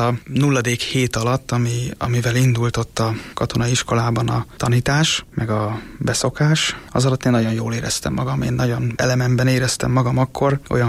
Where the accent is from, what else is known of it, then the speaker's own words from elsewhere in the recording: Százhalombatta, Pest, Hungary; Szüleim amúgy a határon túlról valók, Kolozsvárról, Szatmárnémetiből. Én ide születtem már Százszalombattára, és tényleg egy ilyen közegbe nőttem föl, hogy mindig ott voltunk a gyülekezetben